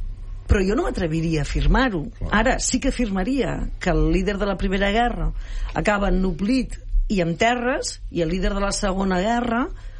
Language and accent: Catalan; Catalonia, Spain; Pla de l'Estany, que és la meva comarca